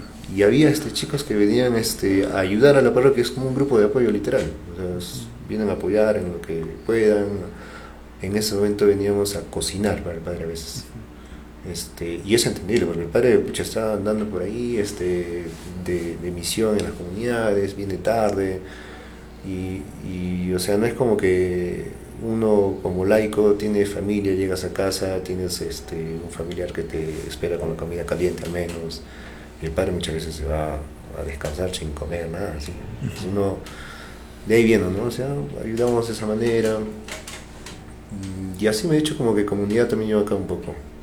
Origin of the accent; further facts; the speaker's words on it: Limatambo, Cusco, Peru; now in Huarán, Peru; soy de Limatambo.